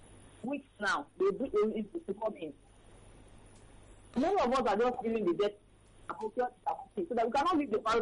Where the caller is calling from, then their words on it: Kirikiri, Lagos, Nigeria; I'm calling from Kirikiri.